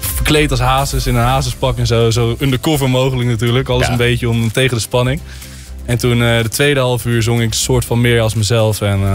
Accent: Netherlands; En ik kom daar aan als Hollander.

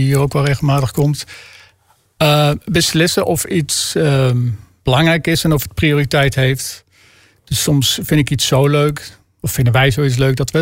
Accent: Flevoland, Netherlands; Nou ja, ik kom ook uit Flevoland. Dus sinds kind ga ik al naar het Veluwemeer.

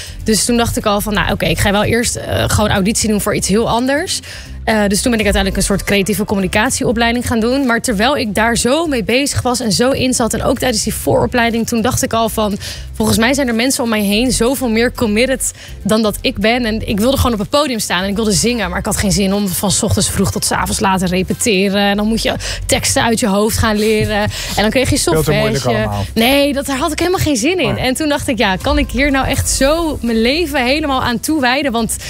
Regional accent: Hoorn, North Holland, Netherlands; born there; now in Amsterdam, Netherlands; Ik ben geboren in Horen.

